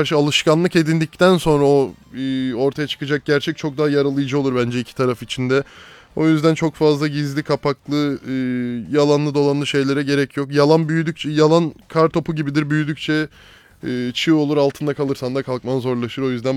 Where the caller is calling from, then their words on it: Bursa, Turkey; ben Bursa'dan.